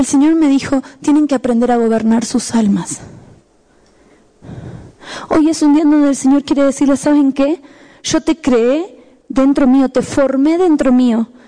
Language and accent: Spanish; La Paz, Bolivia; born there; Por más que nací en La Paz, llego de vuelta de un viaje y mi cuerpo se tiene que volver a adaptar, ¿sí o no?